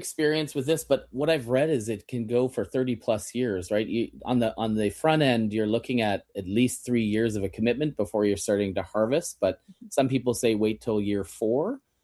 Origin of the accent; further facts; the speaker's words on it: Kitchener, Ontario, Canada; I mean, I grew up in Kitchener, and our next door neighbor had a big asparagus patch and would bring us bunches by the handful.